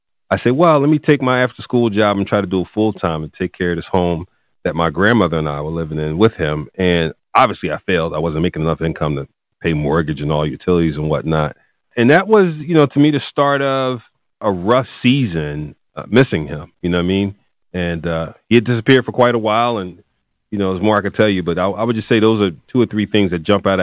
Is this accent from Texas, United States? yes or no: no; Philadelphia, Pennsylvania, United States; Well, you know, North Philly was tough back then. 8th and Butler was considered at that time, man, the drug capital of the world